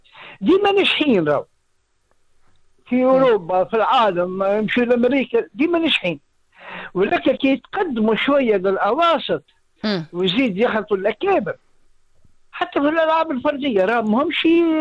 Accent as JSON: {"language": "Arabic", "country": "Tunisia", "said": "عندنا في تونس"}